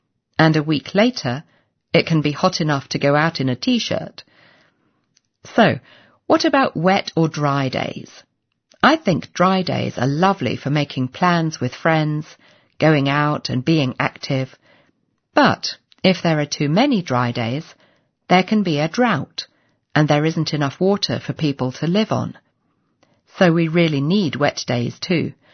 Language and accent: English; United Kingdom; I come from Britain, where we have a lot of weather.